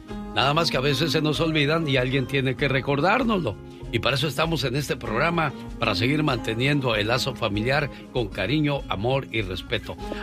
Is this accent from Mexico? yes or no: yes; Oaxaca, Mexico; now in United States; Porque un día salí de Oaxaca, pero Oaxaca nunca salió de mí.